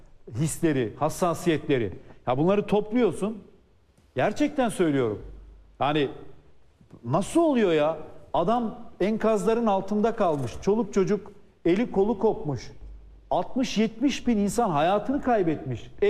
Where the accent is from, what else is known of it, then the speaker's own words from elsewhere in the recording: Sakarya, Turkey; Ben Sakaryalıyım. Deprem kenti.